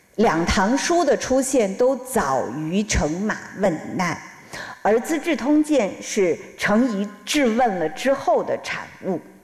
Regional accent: China

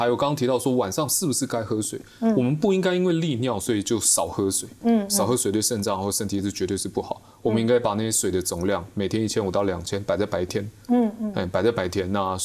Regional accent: Taiwan; 我们台湾人吃多重用药

